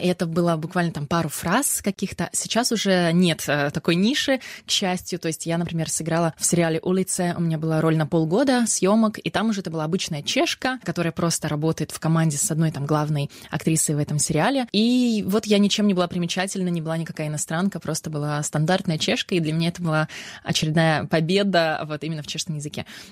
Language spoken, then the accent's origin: Russian; Magnitogorsk, Chelyabinsk Oblast, Russia; now in Czech Republic; Я с детства играла в театре оперы и балета в Магнитогорске, откуда я родом.